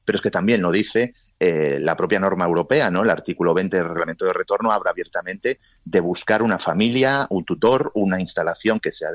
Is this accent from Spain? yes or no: yes; Galicia, Spain; A mí me sorprende, yo soy gallego